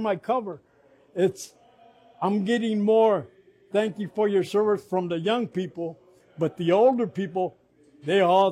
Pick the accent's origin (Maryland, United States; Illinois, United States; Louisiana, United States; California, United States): California, United States; Lamont; From Lamont, California to Bakersfield Junior College for a year